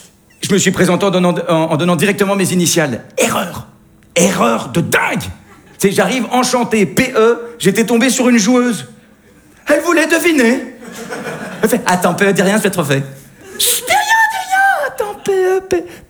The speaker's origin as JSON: {"language": "French", "country": "Belgium", "said": "Parce que je viens de Belgique."}